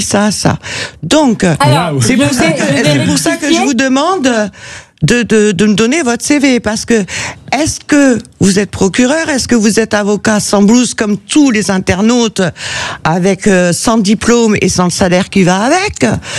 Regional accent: Spain; French is a second language; Je suis espagnole, tu peux te barrer, je suis espagnole

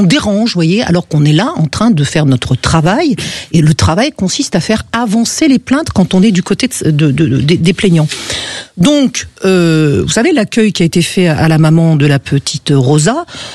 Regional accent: Occitanie, France; now in Toulouse, France; Oui, je suis du Gers.

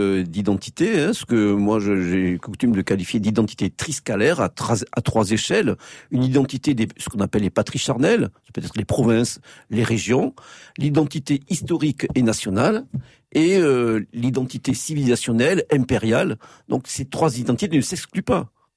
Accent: France; en tant que Français

